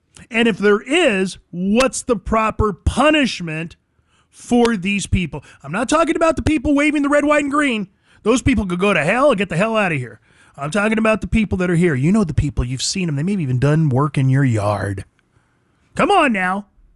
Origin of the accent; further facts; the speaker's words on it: San Joaquin Valley, California, United States; I come from the San Joaquin Valley, north of Fresno. My dad was a rancher.